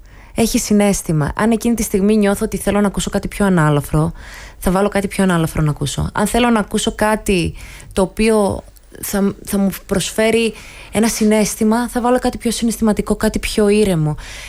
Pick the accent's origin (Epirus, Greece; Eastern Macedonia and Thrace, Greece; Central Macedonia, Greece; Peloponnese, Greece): Central Macedonia, Greece; Thessaloniki; Γιατί ήταν δύσκολα τα χρόνια που μεγάλωσα στη Θεσσαλονίκη.